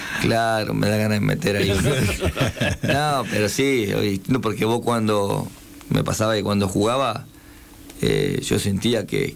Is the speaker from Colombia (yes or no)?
no; Ciudad Evita, Buenos Aires, Argentina; also born or lived in San Rafael, Mendoza / Mendoza; now in San Juan, Argentina; nací en Ciudadela. Ajá. Pero me crié en Ciudad Vita, para el lado de Ezeiza.